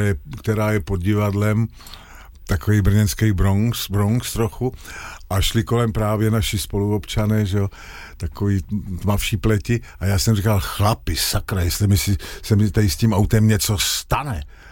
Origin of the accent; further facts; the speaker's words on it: Třebíč, Vysočina Region, Czechia; born there; Já jsem se narodil v Třebíči.